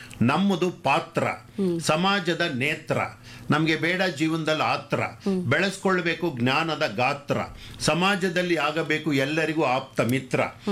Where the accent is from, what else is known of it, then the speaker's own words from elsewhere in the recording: Hosakote, Karnataka, India; ನಮ್ಮ ಹೊಸಕೋಟೆ ತಾಲೂಕು ಅರೆಹಳ್ಳಿ ಗ್ರಾಮ ಕಲ್ಕುಂಟೆ ಅಗ್ರಹಾರ ಅನ್ನೋ ಶ್ರೀ ರಂಗನಾಥ ಪ್ರೌಢಶಾಲೆಯಲ್ಲಿ ನಂದು 10ನೇ ತರಗತಿ ತನಕ ವಿದ್ಯಾಭ್ಯಾಸ.